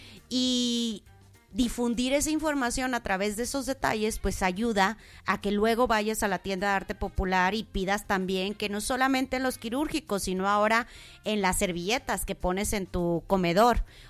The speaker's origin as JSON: {"language": "Spanish", "town": "Camargo", "country": "Mexico", "said": "como capitalinos, bueno, voy a hablar, yo vivo aquí, pero soy de Camargo"}